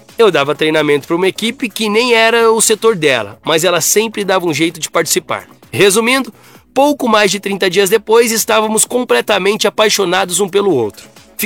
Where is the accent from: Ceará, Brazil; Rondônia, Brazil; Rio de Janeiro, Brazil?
Ceará, Brazil; Fortaleza; Sou de Fortaleza e em 2021, 2022 mais ou menos, eu morei em uma cidade de Goiás chamada Alexânia.